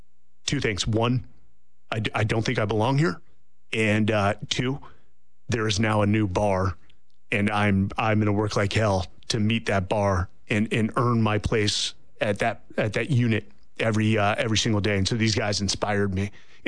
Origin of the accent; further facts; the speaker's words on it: San Francisco Bay Area, California, United States; moved away; I grew up in the Bay Area.